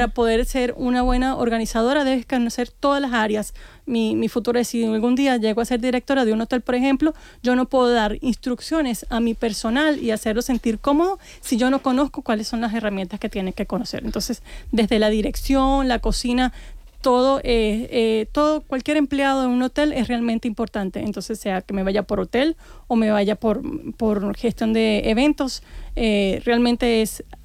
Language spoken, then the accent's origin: Spanish; Venezuela; moved away as an adult; now in Spain; Yo realmente estudié 4 años de idiomas modernos uh-huh. en mi país, Venezuela.